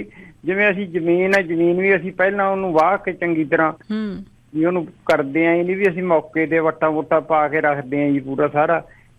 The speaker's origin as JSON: {"language": "Punjabi", "town": "Ghariana", "region": "Punjab", "country": "India", "tie": "born or raised there", "said": "ਮੇਰਾ ਪਿੰਡ ਹੈ ਜੀ ਘੜਿਆਣਾ, ਤੁਹਾਡੇ ਪ੍ਰੋਗਰਾਮ ਐਪ ਤੇ ਸੁਣੀ ਦੇ।"}